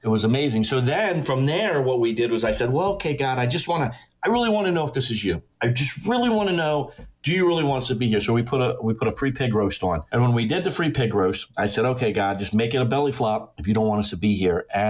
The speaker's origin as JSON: {"language": "English", "region": "New Jersey", "country": "United States", "tie": "born there", "said": "I was born in New Jersey"}